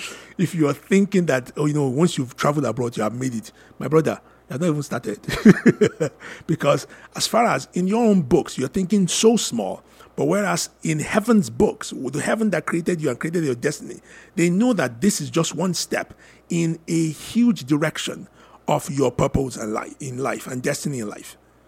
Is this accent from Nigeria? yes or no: yes; Lagos, Nigeria; moved away as an adult; now in Canada; I grew up and lived in Lagos.